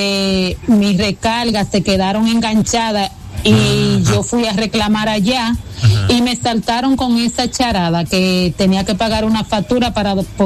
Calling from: Santo Domingo Oeste, Santo Domingo, Dominican Republic; donde yo vivo en Santo Domingo Oeste

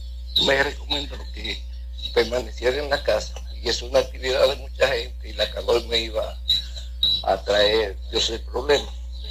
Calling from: Puerto Plata, Dominican Republic; pertenezco a la zona B, vivo en el distrito de Higuerito

